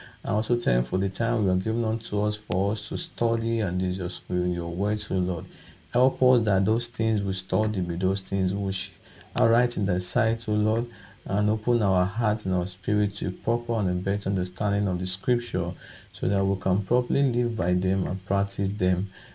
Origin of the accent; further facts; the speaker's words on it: Okada, Edo, Nigeria; from Okada Town, Edo State, Nigeria, and it's a pleasure to be here once again